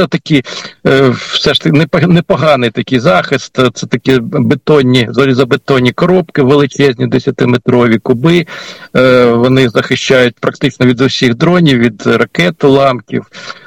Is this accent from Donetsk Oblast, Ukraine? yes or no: no; Kyiv, Ukraine; ми, кияни